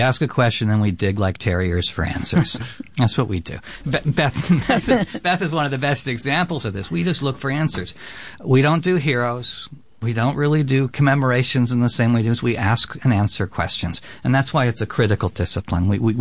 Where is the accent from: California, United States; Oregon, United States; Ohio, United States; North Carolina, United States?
California, United States; because I grew up in California with Father Sarah, Jim Procera, and he was now been canonized.